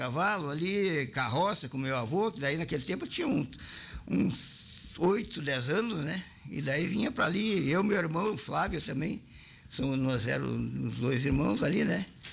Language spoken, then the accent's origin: Portuguese; Soledade, Rio Grande do Sul, Brazil; Eu nasci em Soledade aqui, mas a minha mãe do Rincão do Araçá, nasci aqui no hospital, mas fui criado mais parte na parte do Rincão do Araçá ali, né?